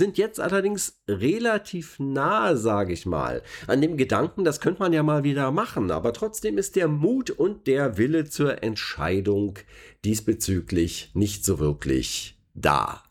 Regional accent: Berlin, Germany; im Vergleich zu dem, was uns denn als Berliner so umgib

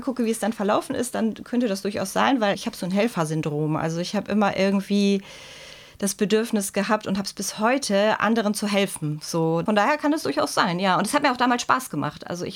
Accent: Lower Saxony, Germany; born there; German is a second language; wir waren auf dem Land praktisch in Niedersachsen, also das war nicht irgendwo in der Großstadt. Da gab es keine anderen Kinder mit Migrationshintergrund.

